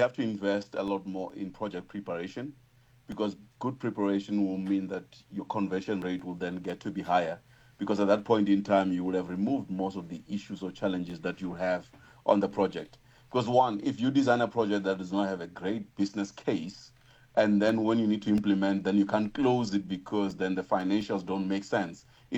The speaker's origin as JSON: {"language": "English", "country": "South Africa"}